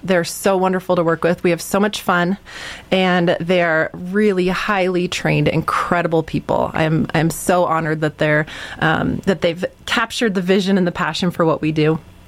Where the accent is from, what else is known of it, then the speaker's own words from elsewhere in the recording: Oregon, United States; So when we moved back to Oregon, I'm originally from Oregon. When we moved back to Oregon, my husband and I talked